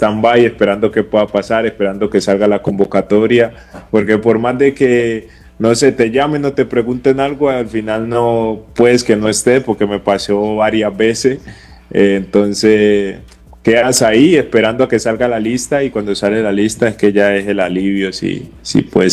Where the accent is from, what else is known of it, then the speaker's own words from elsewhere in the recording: Cali, Valle del Cauca, Colombia; moved away; Soy caleño y me encanta la salsa